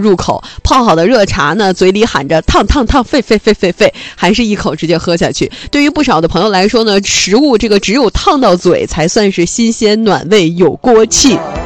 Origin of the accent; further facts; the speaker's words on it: China; 尤其是我们中国人啊，最喜欢吃饭的时候要趁热吃